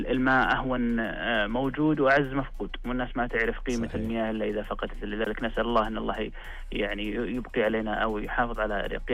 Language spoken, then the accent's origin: Arabic; Saudi Arabia; اليوم إحنا يعني بلد بطبيعة مختلفة. إحنا بلد صحراوي